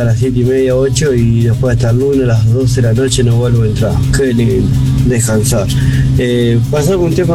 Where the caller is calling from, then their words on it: Cañada Rosquín, Santa Fe, Argentina; De Cañada Rosquín